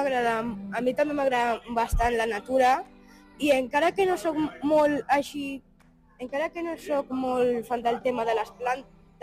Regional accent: Caldes d'Estrac, Catalonia, Spain; jo també sóc de Caldes d'Estrac.

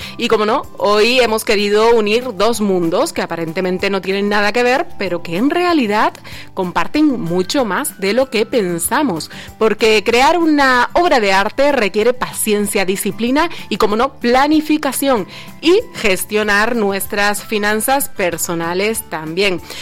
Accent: Spain; ¿Somos los españoles especialmente impulsivos cuando llega a las vacaciones?

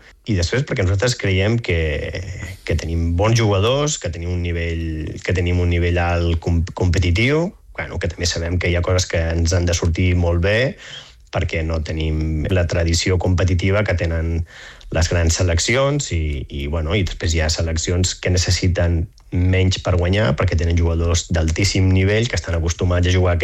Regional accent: Catalonia, Spain; moved away; Doncs sí, som bastants catalans aquí

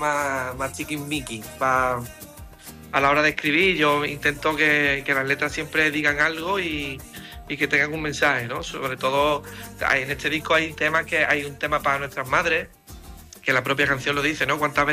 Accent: Cádiz, Andalusia, Spain; en Cádiz vamos a hacer solo una, igual que el año pasado, que es mi tierra, que es súper especial

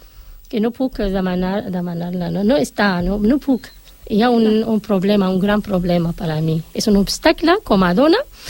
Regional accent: Morocco; Catalan is a second language; moved away as an adult; now in Barcelona, Spain; soc del Marroc, una dona, una mare de tres fills adolescents, tinc 43 anys. Vaig venir aquí, porto aquí a Barcelona fa tres anys

